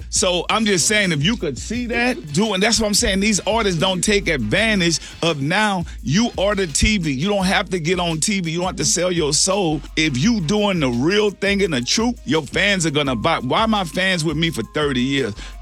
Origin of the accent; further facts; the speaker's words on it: New Orleans, Louisiana, United States; You know, they could look and say, man, I'm from New Orleans. Man, it's us against the world.